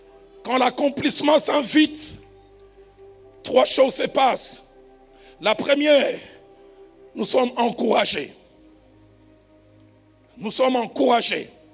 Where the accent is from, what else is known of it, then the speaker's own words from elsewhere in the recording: Lausanne, Vaud, Switzerland; J'ai grandi à Lausanne.